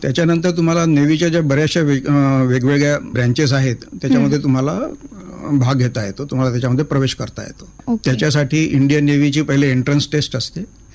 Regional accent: Nagpur, Maharashtra, India; माझा जन्म आणि शिक्षण नागपुरात झालं आहे.

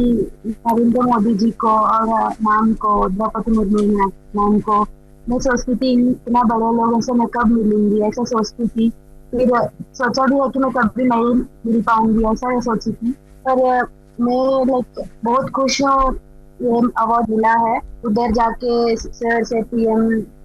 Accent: Andhra Pradesh, India; मैं आंध्र प्रदेश से हूँ

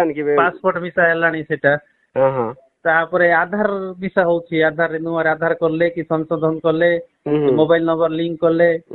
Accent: Kaudla, Odisha, India; now in Jeypore, India; ନାଇଁ ଆଗରେ ମୁଁ ଆମର ଘର ହେଉଛି ନବରଙ୍ଗପୁର ଜିଲ୍ଲା ରାଇଘର ବ୍ଲକର କାଉଡ଼ଲା ପଞ୍ଚାୟତର

